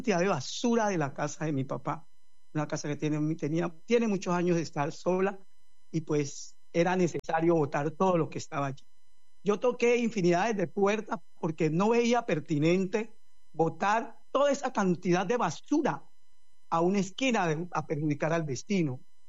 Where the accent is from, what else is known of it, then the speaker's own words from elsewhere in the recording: Buenaventura, Valle del Cauca, Colombia; los hijos de Buenaventura, que queremos y amamos esta tierra y que nos resistimos a salir de ella